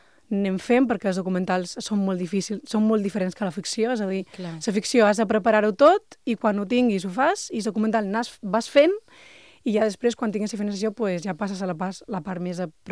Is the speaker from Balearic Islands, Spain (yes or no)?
yes; Balearic Islands, Spain; born there; Catalan is a second language; que som aquestes persones que som fills de guiris nascuts a les illes